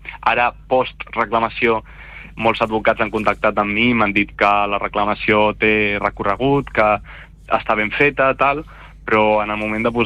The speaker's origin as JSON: {"language": "Catalan", "town": "Pineda de Mar", "region": "Catalonia", "country": "Spain", "moved": "as an adult", "lives_now": "Cerdanyola del Vallès, Spain", "said": "Jo sóc de Pineda i m'han fet anar-me a viure a Cerdanyola"}